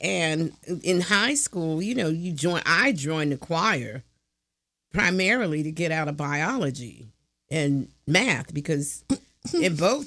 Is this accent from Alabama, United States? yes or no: no; Philadelphia, Pennsylvania, United States; West Side, I let them know I'm from West Philadelphia, and I rep West Philly everywhere I go.